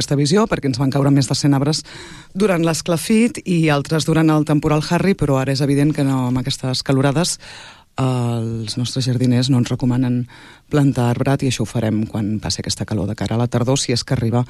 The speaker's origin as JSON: {"language": "Catalan", "town": "Tordera", "region": "Catalonia", "country": "Spain", "tie": "born there", "said": "sóc veïna de Tordera i sóc mare de família. Això per començar. Per tant, d'entrada, sóc veïna de Tordera i de naixement."}